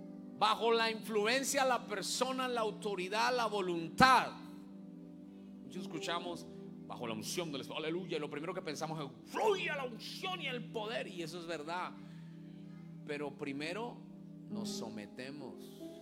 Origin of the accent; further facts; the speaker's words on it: Colombia; born there; moved away; Pero yo nací en el campo de Colombia.